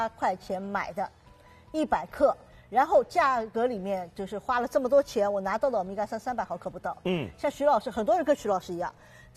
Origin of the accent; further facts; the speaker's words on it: China; 我们中国人其实吃深海鱼的，如果不是沿海城市，吃的比较少